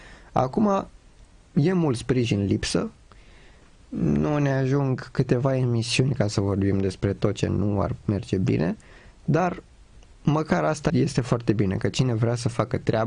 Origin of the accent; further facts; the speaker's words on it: Romania; Am crescut în România, unii ar zice că numai din asta aș avea o datorie. Faptul că am crescut aici, de bine de rău, aici m-am format.